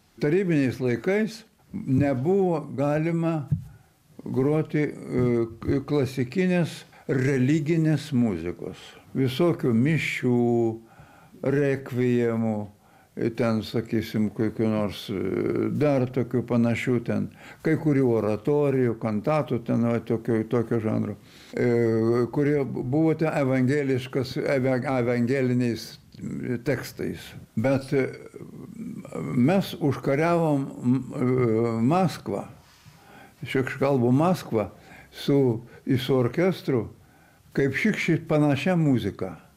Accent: Samogitia, Lithuania; accent: Samogitian; now in Vilnius, Lithuania; Žemaitiškas mano charakteris man yra viskas. Viskas. Aš esu žemaitis, nes mano giminaičiai, nes su kuriais aš kalbu ir timiai ir taip toliau iš Žemaitijos

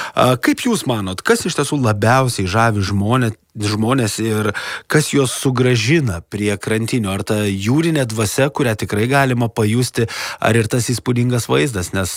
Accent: Klaipėda, Klaipėda County, Lithuania; Aš kaip klaipėdietis

